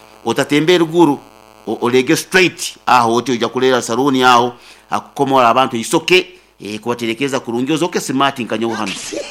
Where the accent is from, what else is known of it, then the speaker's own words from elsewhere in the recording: Kagadi, Western Region, Uganda; Natoka huku cha Nyaruhunga Kenga Kagadi Sabu County.